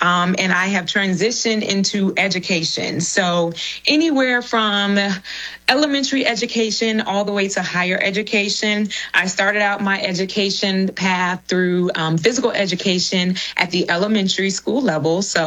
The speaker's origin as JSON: {"language": "English", "town": "Jacksonville", "region": "Florida", "country": "United States", "said": "I am originally from Jacksonville, Florida. So go Jags."}